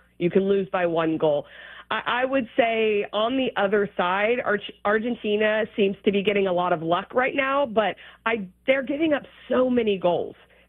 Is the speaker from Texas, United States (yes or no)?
yes; Dallas, Texas, United States; also born or lived in Colorado; I actually, by the time I started playing soccer, grew up in Dallas. I was born in Colorado, and I was lucky in Dallas because there was so many good local high-level teams